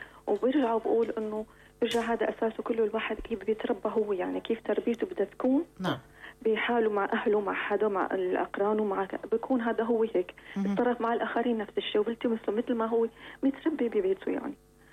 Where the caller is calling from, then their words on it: Hama, Hama Governorate, Syria